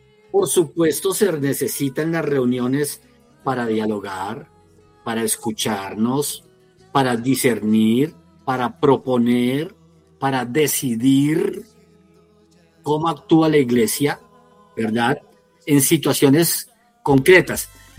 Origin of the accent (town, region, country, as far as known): Colombia